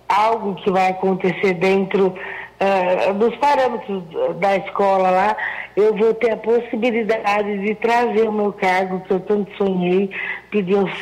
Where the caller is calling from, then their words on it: Araras, São Paulo, Brazil; eu tenho um cargo que está lá na cidade de Campinas e eu sou de Arara.